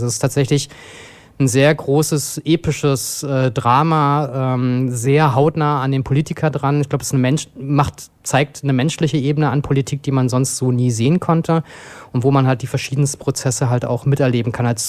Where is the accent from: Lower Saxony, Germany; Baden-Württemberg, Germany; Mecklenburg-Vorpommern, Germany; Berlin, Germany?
Berlin, Germany; now in Weimar, Germany; Und als ich 2000 nach Weimar gekommen bin, habe ich mir sofort ein Fahrrad gekauft. In Berlin, wo ich herkomme, wollte ich nicht Rad fahren.